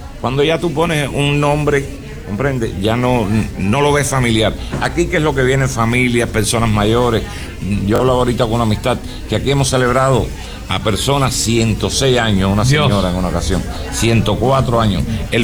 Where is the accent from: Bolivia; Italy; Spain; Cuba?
Cuba; Pinar del Río; moved away as an adult; decirte que unos pinareños yo lo llevo con honor. Te digo, donde yo llego, yo digo que soy de Pinar del Río.